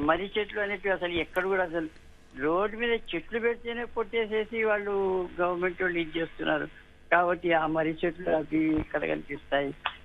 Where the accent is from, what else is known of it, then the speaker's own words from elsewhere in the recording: Hyderabad, Telangana, India; born there; మా ఇంటి దగ్గరే ఈ రేస్ కోర్స్ ఉంది అనమాట, హైదరాబాద్ రేస్ కోర్స్